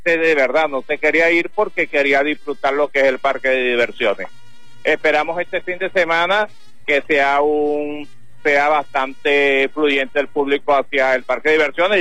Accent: Venezuela; Y aquí en Venezuela, recuerda que nosotros somos venezolanos. Hemos salido a otros países, pero Venezuela es nuestro país. Siempre estaremos aquí en Venezuela.

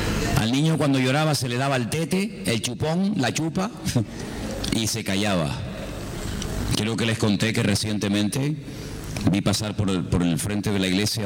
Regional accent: Venezuela; born there; Yo nací en Venezuela en los años 61.

